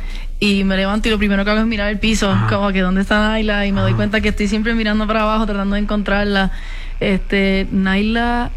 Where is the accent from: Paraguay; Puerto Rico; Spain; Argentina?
Puerto Rico; Añasco; Yo todavía estoy en Añasco, en casa, en mi pueblo chiquito, estoy en chancla, estoy saliendo para la playa